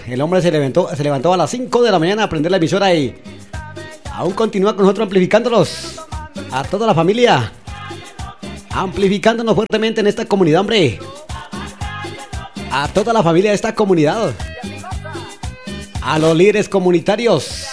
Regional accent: Colombia; jugamos como colombianos

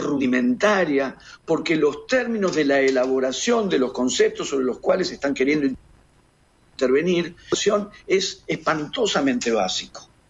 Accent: Argentina; en el país en el que vivo y del que soy

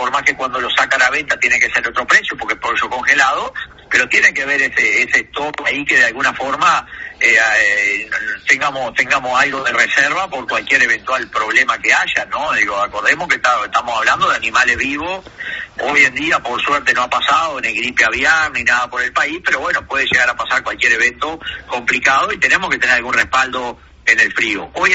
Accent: Uruguay

